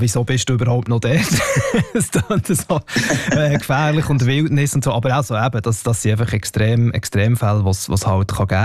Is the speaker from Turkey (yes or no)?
no; Switzerland; bei uns in der Schweiz